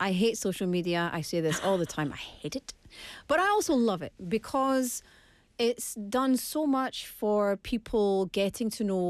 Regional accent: Scotland, United Kingdom; now in Busan, South Korea; obviously I'm from Scotland.

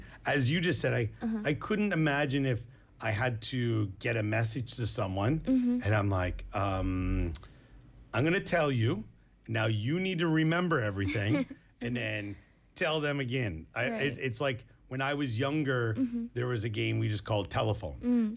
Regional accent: Canada; I'm from Canada

